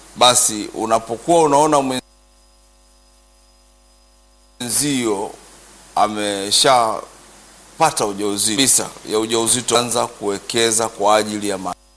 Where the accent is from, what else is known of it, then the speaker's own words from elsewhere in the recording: Handeni District, Tanga Region, Tanzania; mimi nimekulia sana mkoa wa Tanga, wilaya ya Handeni.